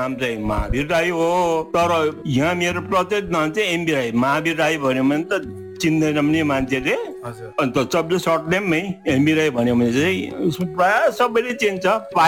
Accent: West Bengal, India; also born or lived in Mirik; 21 तारिक अप्रेल 1929 जन्म भएको रहेछ। मेरो जन्मस्थान चाहिँ फेरि मर्मा

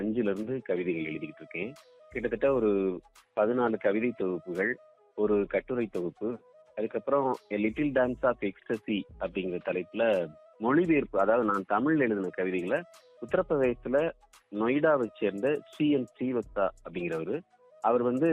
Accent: Pudukkottai, Tamil Nadu, India; ஆக்சுவலா நான் வந்து புதுக்கோட்டை தான் எனக்கு மெயின், அதாவது முழுக்க வந்து நான் புதுக்கோட்டை மாவட்டத்துக்கெல்லாம் வந்து நான் வளர்ந்தேன், படிச்சது எல்லாமே அங்கதான்.

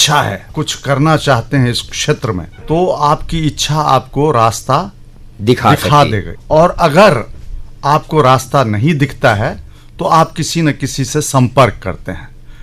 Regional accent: Bihar, India; हम मिथिला से हैं या बिहार के लोग जो बातें करते हैं, जो भाषा है उनकी, कई बार सौ को शौ बोल देते हैं, शौ बोल देते हैं, रौ को रौ बोल देते हैं

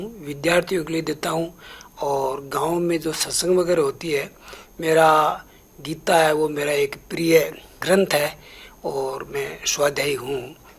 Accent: Nagaur district, Rajasthan, India; नागौर जिले में अपने यहाँ जायल तहसील में एक माता जी ददीमती माता जी का मंदिर है

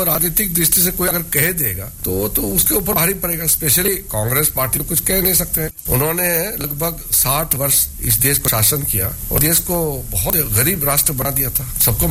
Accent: Arunachal Pradesh, India; जैसे मैं अरुणाचल प्रदेश से आता हूँ, अरुणाचल के लोग दिल्ली जाने के लिए भी सोचना पड़ता था

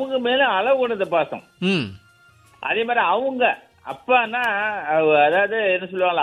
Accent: Tharamangalam, Tamil Nadu, India; moved away; எங்க ஊர்ல தாரமங்கலம் சேலம் மாவட்டத்தில் நான் அங்க இருந்தேன், எங்க சொந்த ஊரு.

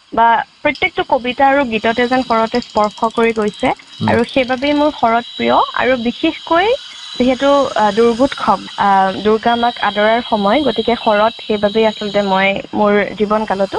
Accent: Guwahati, Assam, India; মোৰ ঘৰ ইয়াতে গুৱাহাটীতে।

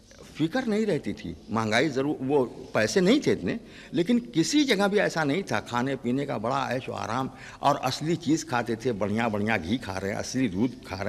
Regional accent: Varanasi, Uttar Pradesh, India; जैसे हमारी बोली है। अब हम हमारे बनारस के बोले कहा भैया, कहाँ से आवत हुआ, कहाँ जात हुआ

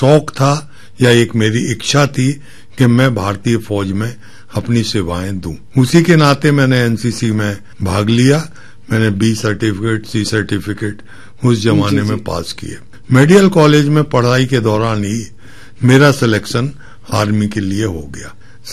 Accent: Chhatarpur, Madhya Pradesh, India; also born or lived in Rewa; मैं छतरीपुर का रहने वाला हूँ। मेरी प्रारंभिक शिक्षा छतरपुर में हुई, मेडिकल कॉलेज की शिक्षा मेरी मेडिकल कॉलेज रीवा में हुई।

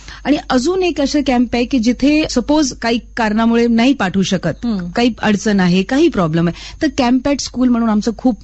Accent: Himachal Pradesh, India; Marathi is a second language; moved away as an adult; also born or lived in Chandigarh; मी देवभूमी हिमाचलची आहे, ठीक आहे. माझे रूट्स तिकडचे आहे, ठीक आहे. माझा बॉर्न ब्रॉटअप हिमाचल, एज्युकेशन चंडीगडला, आणि मी लग्न होऊन इकडे आले.

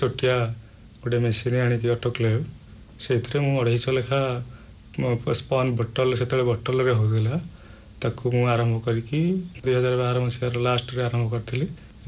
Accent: Indupur, Odisha, India; ଯେହେତୁ ମୋ ଗାଁ ଇନ୍ଦୁପୁର, ସେଠି ଆମର ପାଖାପାଖି 13 ଛତୁ ମଞ୍ଜି ୟୁନିଟ୍ ଅଛି।

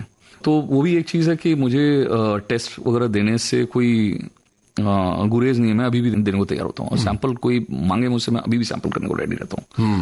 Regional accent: Athabira, Odisha, India; also born or lived in Bhilai; तब तक हम उड़ीसा शिफ्ट हो चुके थे भिलाई से, और ये बहुत छोटा सा गांव था, इसका नाम अथाबिरा है।

